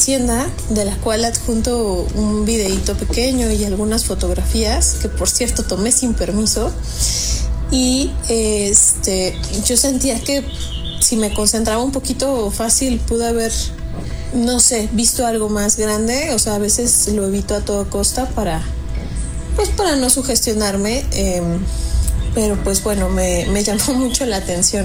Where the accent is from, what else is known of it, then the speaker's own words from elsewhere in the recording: Cuautitlán Izcalli, State of Mexico, Mexico; Hola, ¿qué tal, Gina y Nacho? … soy de Juchitlán, Izcalli.